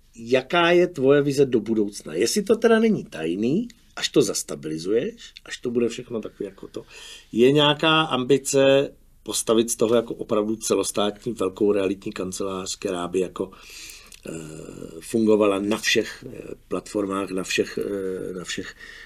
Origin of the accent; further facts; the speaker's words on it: Brno, South Moravian Region, Czechia; já jsem z Brna.